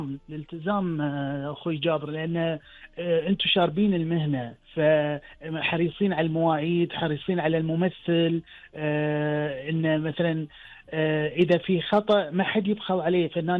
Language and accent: Arabic; Qatar; عندنا بقطر